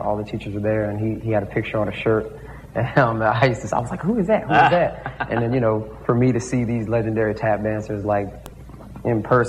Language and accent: English; Queens, New York, United States; born there; I was born in Queens, New York, and at the age of three, I had a problem with being too hyper.